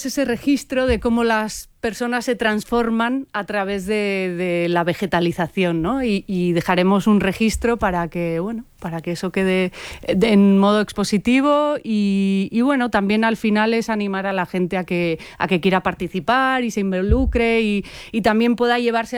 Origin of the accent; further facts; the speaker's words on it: Tolosa, Basque Country, Spain; yo soy de Tolosa, soy de cerquita